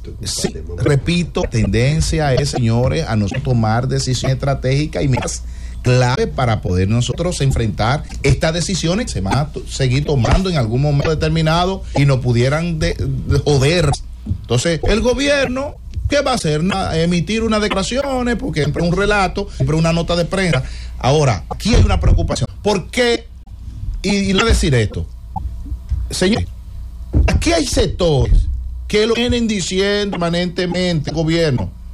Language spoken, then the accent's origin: Spanish; Dominican Republic